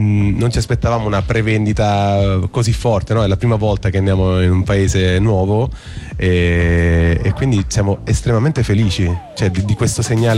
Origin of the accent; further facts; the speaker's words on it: Cardito, Campania, Italy; noi che veniamo da Cardito in provincia di Napoli